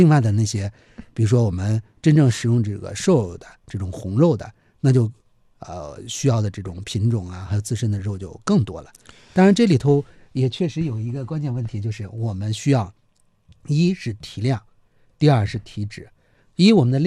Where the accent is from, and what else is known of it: China